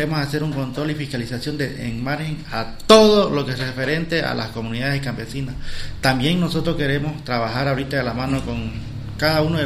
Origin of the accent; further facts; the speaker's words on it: Beni, Bolivia; somos el departamento del Beni